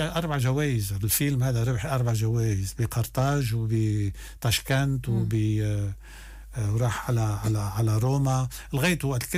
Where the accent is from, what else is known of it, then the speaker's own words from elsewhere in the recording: Lebanon; قلت لهم بس انا جاي من لبنان بدي اطرح عليكم سؤال واحد بس